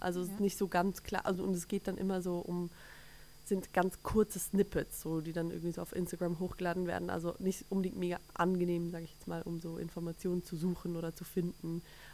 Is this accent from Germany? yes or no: no; Zurich, Switzerland; moved away; Nee, ich komme aus Zürich.